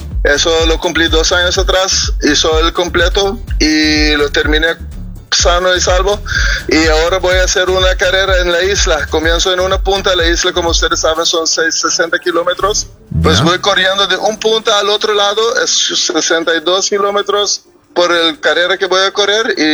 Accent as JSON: {"language": "Spanish", "country": "Curaçao", "second_language": "Spanish", "said": "somos un país de verano todo el año, casi nunca tenemos lluvia"}